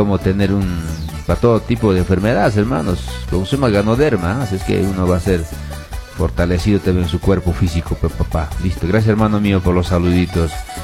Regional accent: Quillabamba, Cusco, Peru; now in Cusco, Peru; en Quillabamba, hermano, en Quillabamba, en mi tierra.

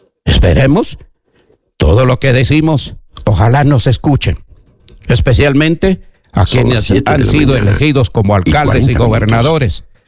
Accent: Junín, Peru; moved away; en mi pueblo, en la histórica provincia de Junín

